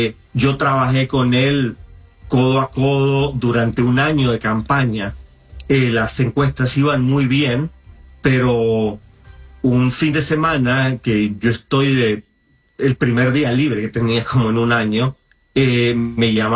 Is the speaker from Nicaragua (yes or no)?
yes; Nicaragua; te lo digo como un nicaragüense que ha estado en las calles, que se ha manifestado cívicamente